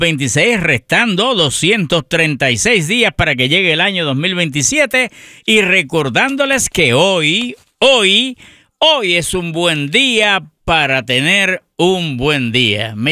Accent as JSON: {"language": "Spanish", "country": "Puerto Rico"}